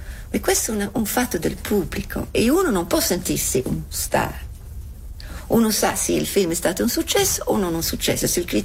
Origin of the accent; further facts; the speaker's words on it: England, United Kingdom; Italian is a second language; sono inglese, britannica, irlandese per essere.